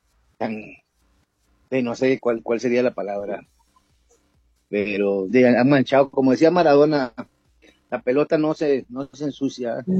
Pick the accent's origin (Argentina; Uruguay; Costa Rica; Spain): Costa Rica; Que no podemos como costarricenses, como el simple aficionado, andar con la camiseta de la selección puesta.